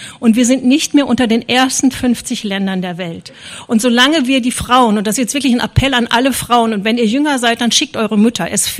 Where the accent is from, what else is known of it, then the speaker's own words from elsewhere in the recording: West Germany, Germany; born there; ich komme aus dem Westen, gebürtig.